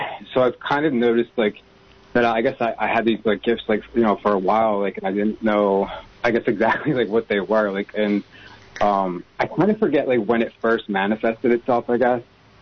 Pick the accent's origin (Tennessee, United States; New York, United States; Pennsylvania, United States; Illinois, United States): Pennsylvania, United States; Philadelphia; I'm from Philly, Philadelphia.